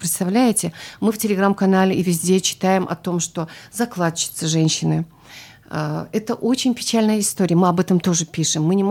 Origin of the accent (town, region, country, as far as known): Dagestan, Russia